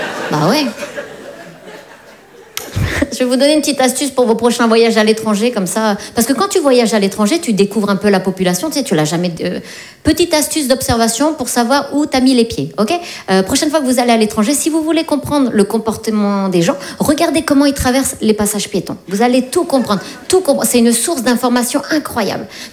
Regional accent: France; Parce qu'on est Français, voilà, c'est pour ça. Vous le savez, ça, que les Français dans le monde entier, on nous aime pas beaucoup.

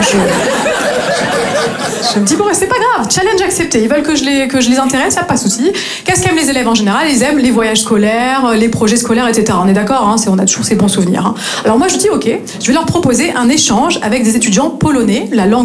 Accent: Grand Est, France; now in Marseille, France

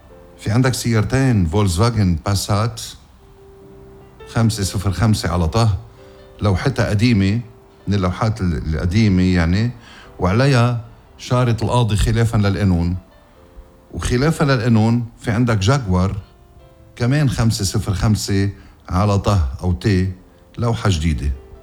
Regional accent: Lebanon; يا أخ يا بلدي لبنان

